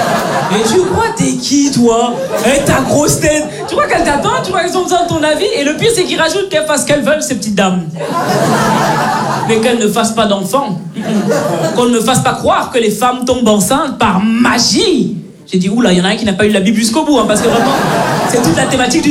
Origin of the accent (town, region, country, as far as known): Belgium; born or raised there